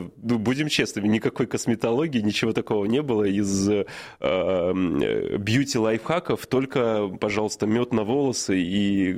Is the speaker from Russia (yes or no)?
no; Belarus; moved away as an adult; Я же из Беларуси, и там, собственно, свою карьеру начинал еще в 18 лет, в возрасте 18 лет.